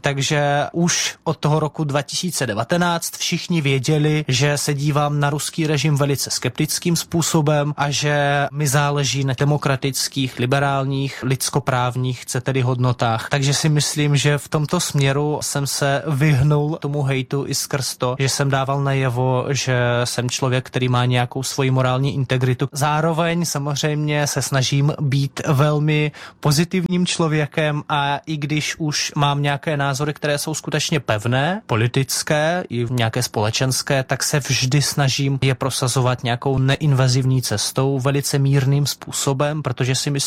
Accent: Russia; tam zároveň otevřeně píšu, že vlastně pocházím z Ruska.

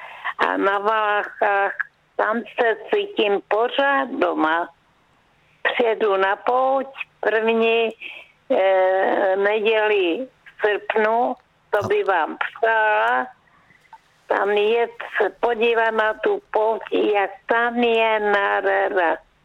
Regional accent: Jeseníky, Czechia; also born or lived in Moravian Wallachia; now in Krnov, Czech Republic; A Váchy, to je moje rodiště, naše se přestěhovali po válce 45. na Jeseníky, tak jsem tam vyrůstala. A tam jsem chodila na ty Javorníky a to tam to znám.

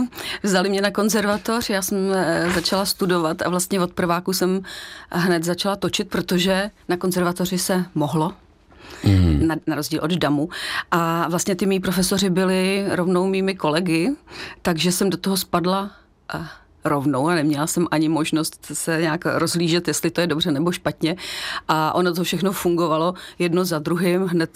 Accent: Kladno, Central Bohemian Region, Czechia; Komunisti zapomněli na náš velký byt v Kladně, já jsem z Kladna.

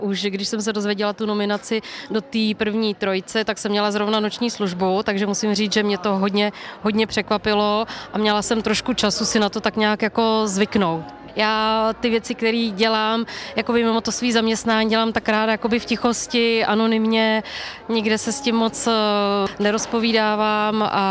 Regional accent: Český Krumlov, South Bohemian Region, Czechia; jsem Krumlovačka, jsem rodilá Krumlovačka, jsem patriotka

